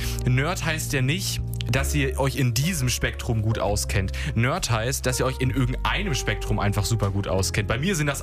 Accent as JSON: {"language": "German", "town": "Mölln", "region": "Schleswig-Holstein", "country": "Germany", "said": "Also ich komme aus einem etwas kleineren Dorf, ich komme aus Mölln, ne?"}